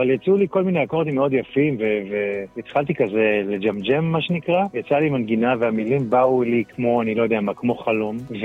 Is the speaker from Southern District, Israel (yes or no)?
no; Rehovot, Central District, Israel; אני גדלתי ברחובות, ילד טוב רחובות